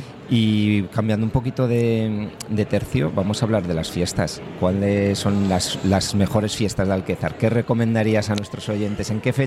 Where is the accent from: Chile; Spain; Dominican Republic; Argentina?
Spain; Salamanca, Castile and León; Yo soy de Salamanca y tenemos Portugal muy cerquita